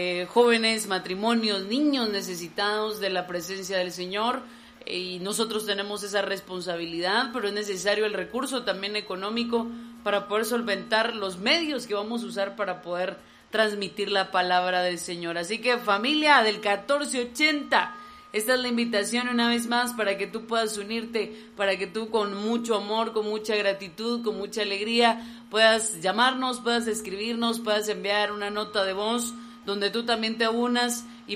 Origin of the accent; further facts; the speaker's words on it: Zacapa, Guatemala; nosotros que somos de Zacapa y pertenecemos también a la región de Huasteto del Progreso